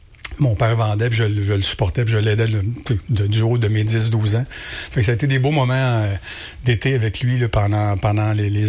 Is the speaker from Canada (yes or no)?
yes; Montreal, Quebec, Canada; moved away as an adult; also born or lived in Mercier-Châteauguay; now in Granby, Canada; Moi, je suis né à Montréal. Fait que j'ai été élevé à Verdun là, pendant les 20 premières années de ma vie. Puis je suis arrivé à Granby. J'ai fait un petit séjour à Mercier-Châteauguay. Puis je suis arrivé à Granby au début des années 90.